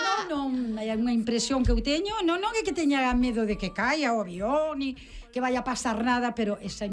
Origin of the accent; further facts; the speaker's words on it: Arousa, Galicia, Spain; Pode ser tamén alonxarme da miña terra, da miña Arousa.